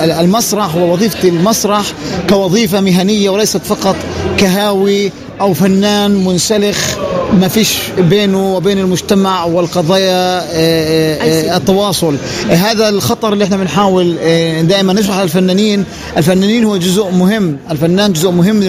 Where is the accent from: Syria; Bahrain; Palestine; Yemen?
Palestine; بما أنه واقعنا كفلسطينيين